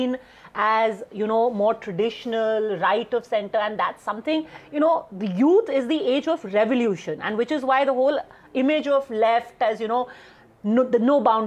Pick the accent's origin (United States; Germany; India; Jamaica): India; Lucknow, Uttar Pradesh; now in Delhi, India; You know, when I came from Lucknow to Delhi, I was fascinated with JNU.